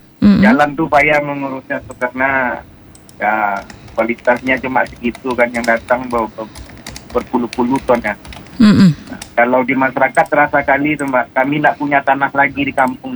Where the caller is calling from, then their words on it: Riau, Indonesia; di tempat kampung kami itu kan Sungai Indragiri kan, Sungai Kuasa.